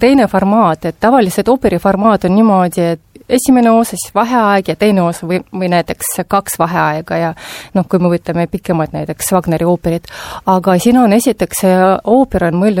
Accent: Narva, Ida-Viru County, Estonia; born there; ma olen sündinud Narvas

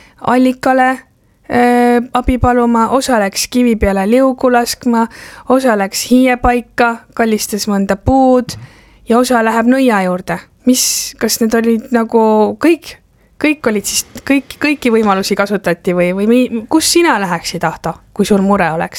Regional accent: Southern Estonia, Estonia; eriti Lõuna-Eestis, kust mina pärit olen

